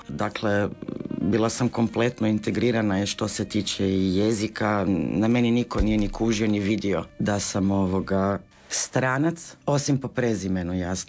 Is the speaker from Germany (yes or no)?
yes; Munich, Bavaria, Germany; also born or lived in Croatia; tako da sam jedan dobar dio djetinjstva provjela i ovdje u Hrvatskoj. Dobro, ja jesam rasla u tom njemačkom sustavu